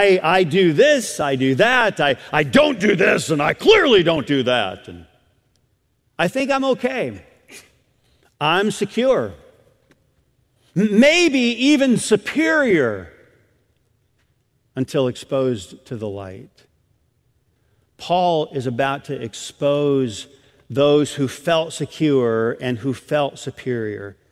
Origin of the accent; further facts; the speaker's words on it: Adrian, Michigan, United States; when I was a kid growing up in Adrian, Michigan.